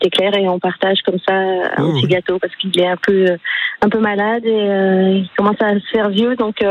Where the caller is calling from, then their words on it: Mireval, Occitanie, France; à Mirval, là où j'habite.